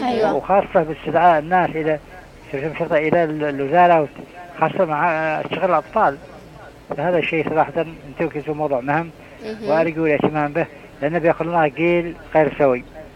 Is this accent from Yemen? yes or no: yes; Aden, Yemen; كنا عندنا في عدن